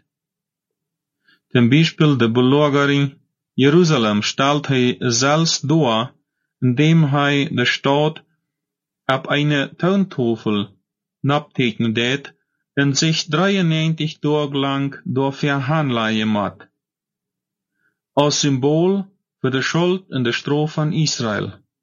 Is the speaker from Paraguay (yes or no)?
yes; Paraguay; moved away; Und wenn ich von dort weiter will, was in meiner Heimat in Paraguay oder in Deutschland für sich gehen wird, dann hier ich einfach die Nachrichten in der deutschen Wahl.